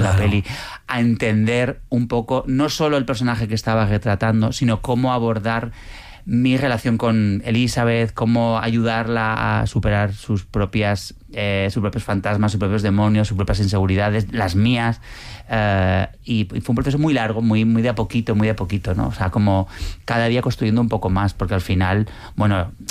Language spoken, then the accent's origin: Spanish; Pamplona, Navarre, Spain; born there; now in Madrid, Spain